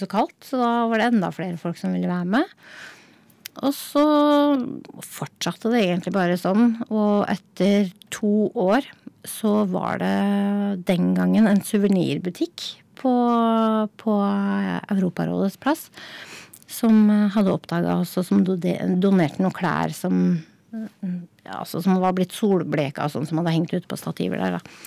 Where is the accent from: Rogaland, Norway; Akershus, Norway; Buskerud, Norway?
Akershus, Norway; Nittedal; jeg er fra Nittedal